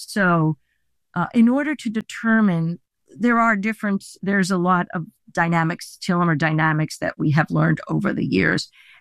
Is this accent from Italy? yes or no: yes; Italy; first language Italian; English is a second language; And as you know, the book was originally written in Italian, which is my mother tongue.